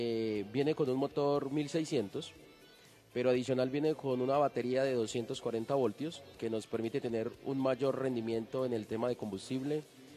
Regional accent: Antioquia, Colombia; Yo soy de Urabá.

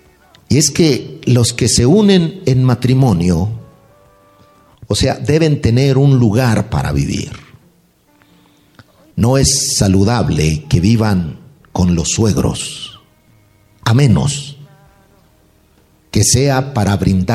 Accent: Mexico; moved away; los casos de necesidad y los casos extremos que por muchos años se vio muy común en México, hablando particularmente de donde vengo.

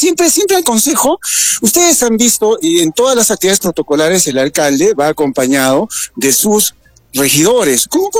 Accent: Arequipa, Peru; nuestra querida tierra Arequipa.

